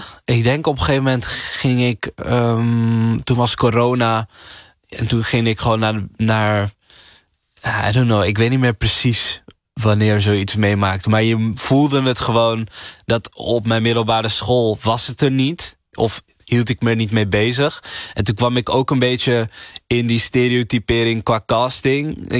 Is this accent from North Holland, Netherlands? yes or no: yes; Amsterdam, North Holland, Netherlands; Want ik kom ook uit Amsterdam en daar is het nu ook niet echt aan de hand.